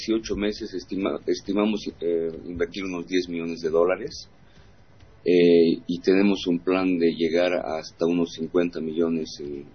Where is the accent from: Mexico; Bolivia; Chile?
Bolivia; soy boliviano y soy también patriota.